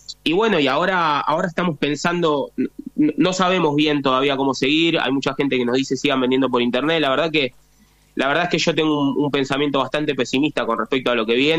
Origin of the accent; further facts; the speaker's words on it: Tigre, Buenos Aires Province, Argentina; born there; yo tengo 42 años y nací en Tigre, a 4 cuadras del Puerto de Frutos.